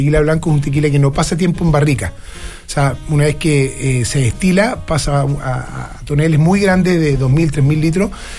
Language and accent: Spanish; Chile; moved away as an adult; also born or lived in Mexico; A nosotros dos nos tocó como chilenos vivir en México en distintas épocas de nuestra vida.